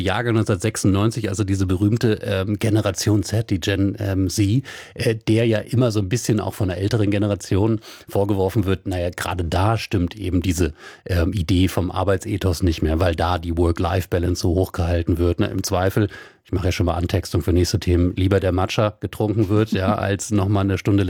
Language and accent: German; Wolfsburg, Lower Saxony, Germany; wir sind beide aus Wolfsburg.